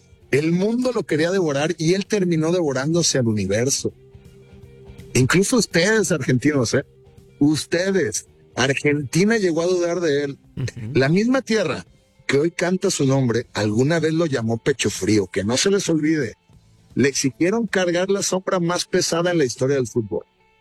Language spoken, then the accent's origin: Spanish; Mexico; A nosotros nos rompió el corazón como mexicanos muchas veces, ¿eh?